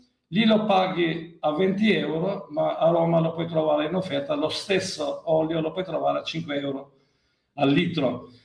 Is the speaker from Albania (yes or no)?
yes; Albania; io sono albanese